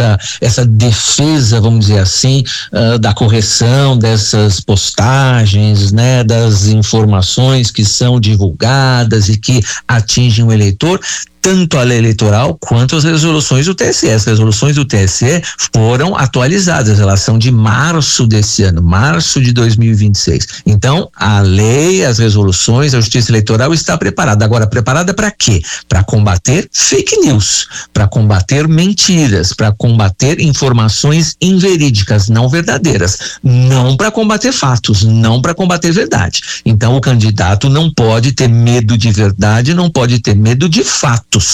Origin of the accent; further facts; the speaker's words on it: Brazil; eu sou brasileiro